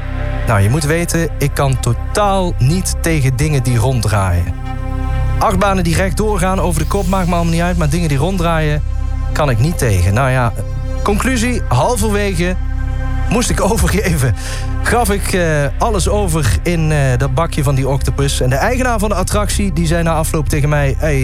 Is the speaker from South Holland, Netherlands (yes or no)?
no; Deurne, North Brabant, Netherlands; in Deurne, waar ik ben opgegroeid.